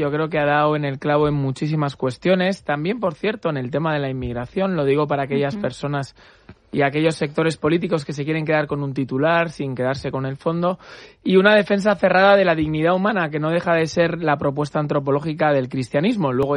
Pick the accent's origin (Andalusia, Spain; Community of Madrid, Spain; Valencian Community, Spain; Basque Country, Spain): Community of Madrid, Spain; Madrid